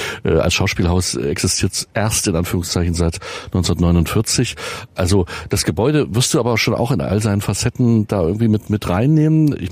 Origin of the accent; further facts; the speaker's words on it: Erfurt, Thuringia, Germany; weil ich bin Erfurter und ich sehe manchmal gar nicht den Wald vor lauter Bäumen